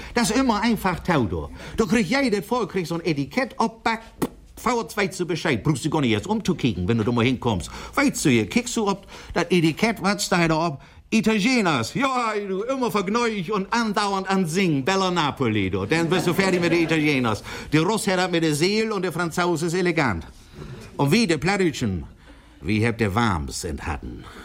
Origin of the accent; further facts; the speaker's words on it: Marne, Schleswig-Holstein, Germany; Wo kommen Sie her? Ich sag, ich komme aus Marne. Dithmarschen.